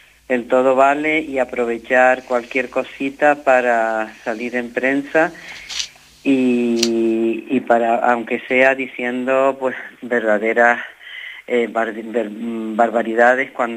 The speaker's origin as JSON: {"language": "Spanish", "region": "Canary Islands", "country": "Spain"}